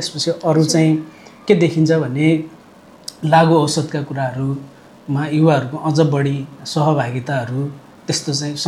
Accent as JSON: {"language": "Nepali", "town": "Rajapur", "region": "Lumbini Province", "country": "Nepal", "said": "मेरो घर राजापुर बर्दिया पर्छ।"}